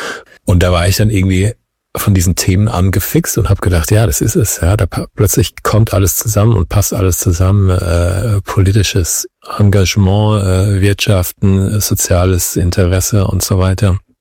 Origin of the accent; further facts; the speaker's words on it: Wiesloch, Baden-Württemberg, Germany; Ich bin in der Nähe von Heidelberg aufgewachsen, in der kleinen Stadt, die Wiesloch heißt.